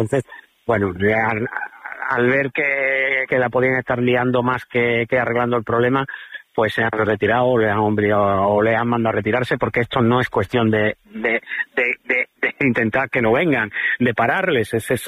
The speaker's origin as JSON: {"language": "Spanish", "region": "Ceuta", "country": "Spain", "tie": "born or raised there", "said": "una ciudad como Ceuta, que es una ciudad donde nos hemos criado, que somos ceutíes"}